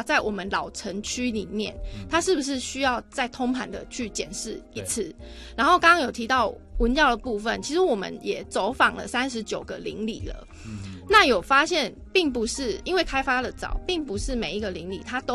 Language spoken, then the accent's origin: Chinese; Chiayi, Chiayi City, Taiwan; 我其实是在嘉义长大，我是在地的嘉义人，然后大学也是念嘉义大学